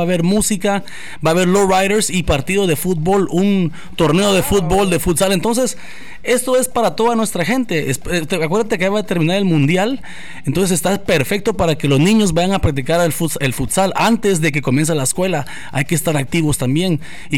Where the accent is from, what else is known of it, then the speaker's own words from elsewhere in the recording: Grand Rapids, Michigan, United States; Yo vivo, por ejemplo, cerca de Burton Heights. Yo puedo decir que yo crecí en Burton Heights.